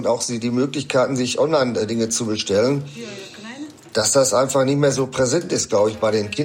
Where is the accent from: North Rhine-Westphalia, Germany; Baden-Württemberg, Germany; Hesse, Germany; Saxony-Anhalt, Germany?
North Rhine-Westphalia, Germany; natürlich mit groß geworden hier im Ruhrgebiet, wie das früher so war.